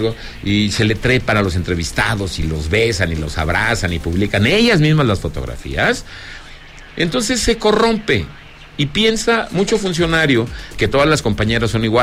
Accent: Zacatecas, Mexico; porque yo estoy y vivo en Zacatecas. ¿Cómo ven? Es muy sencillo, ¿no? Esto se llama mi tierra Zacatecas, yo hablo de Zacatecas, no se llama mi tierra Coahuila.

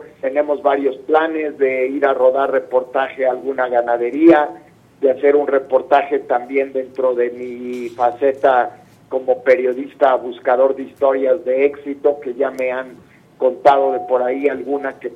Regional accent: Huamantla, Tlaxcala, Mexico; born there; Ahora mismo estoy en mi tierra natal, que es Huamantla, Tlaxcala

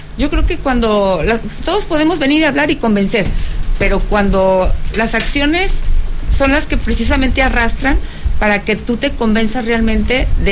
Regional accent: Fresnillo, Zacatecas, Mexico; yo soy originaria de Fresnillo, Zacatecas

